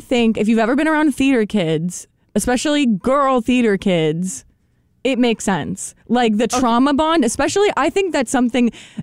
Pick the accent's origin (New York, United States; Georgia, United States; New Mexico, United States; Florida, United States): Florida, United States; I grew up in Florida.